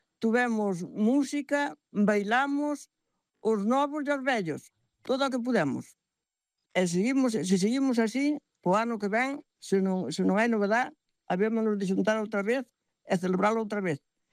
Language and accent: Galician; Outeiro de Laxe, Galicia, Spain; de Outeiro de Laxe.